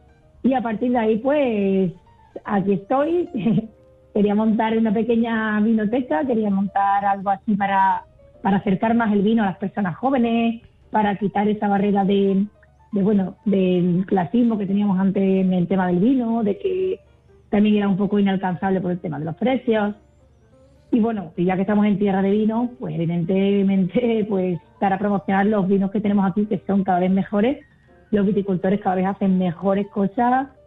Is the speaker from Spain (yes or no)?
yes; Chipiona, Andalusia, Spain; moved away as an adult; now in Mérida, Spain; yo soy original de Chipiona, de Cal. Llevo aquí en Mérida unos 12 años, conocí a mi marido allí en Chipiona, el que hoy es mi marido, tengo dos hijos pequeños ameritenses